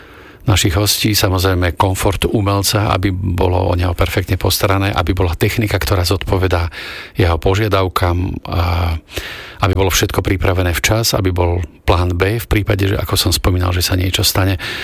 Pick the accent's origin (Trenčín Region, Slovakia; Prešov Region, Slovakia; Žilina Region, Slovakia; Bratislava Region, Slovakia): Trenčín Region, Slovakia; Nové Mesto nad Váhom; moved away; ja som rodák z Nového mesta nad Váhom, teda vyrástol som tam.